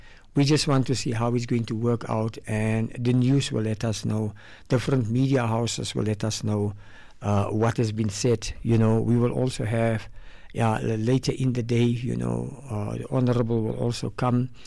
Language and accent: English; South Africa; I am proud to be an African man because I'm South African and I'm an African man.